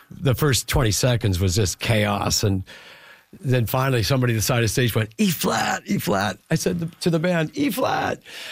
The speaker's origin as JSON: {"language": "English", "town": "Regina", "region": "Saskatchewan", "country": "Canada", "tie": "born or raised there", "said": "And then we did the same thing the next night in my hometown of Regina. And now I'm in my hometown with like people I knew in the audience"}